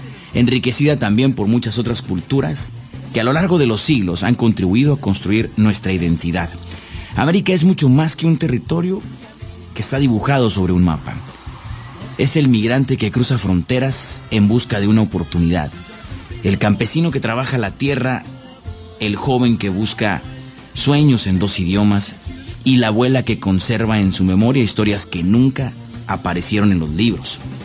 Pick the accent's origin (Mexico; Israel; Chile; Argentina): Mexico; northern Mexico; cómo somos los norteños